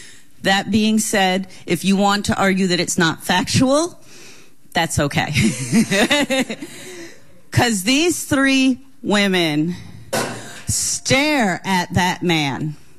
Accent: New York City, New York, United States; now in Milwaukee, United States; I'm not from around here. I grew up in Brooklyn, New York

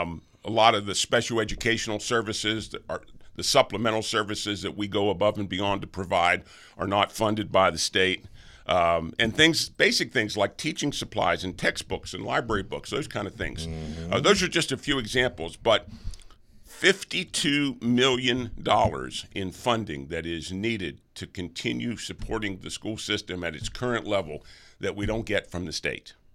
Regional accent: United States; I'm proud to be a Marshall County resident. I'm proud that I came from Marshall County schools.

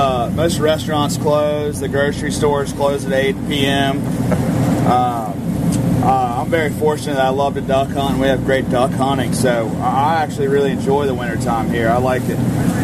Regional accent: Hatteras, North Carolina, United States; also born or lived in Wilmington; I grew up in Hatteras, born and raised. I went to school in Wilmington, North Carolina, and lived there for 5 years. But other than that, I lived right here on the island.

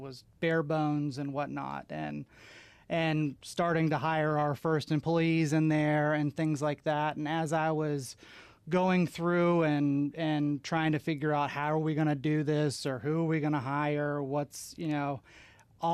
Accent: United States; So I'm from Lewis County. I grew up there.

